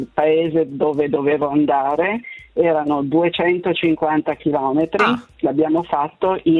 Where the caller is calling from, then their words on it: Turin, Piedmont, Italy; Da Torino.